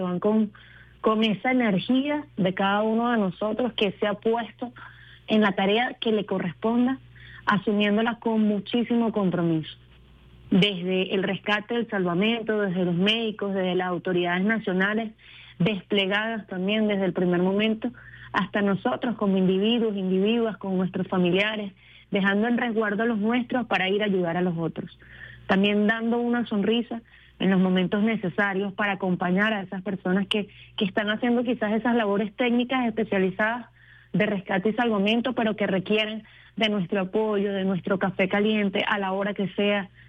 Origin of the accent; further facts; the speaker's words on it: Venezuela; y lo que nos caracteriza como venezolanos.